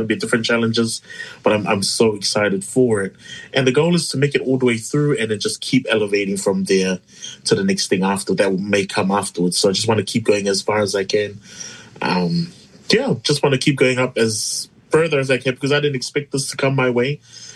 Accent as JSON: {"language": "English", "country": "Cook Islands", "tie": "born or raised there", "said": "I was born and bred in Cook Islands"}